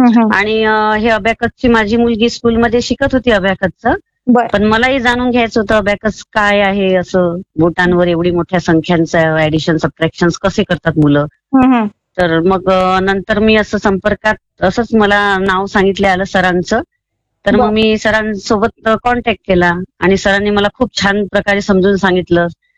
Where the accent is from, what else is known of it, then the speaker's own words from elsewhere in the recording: Maharashtra, India; हा माझं माहेर आणि सासर विदर्भातील गजानन महाराजचं शेगाव आहे, त्या भागातील आहे मी.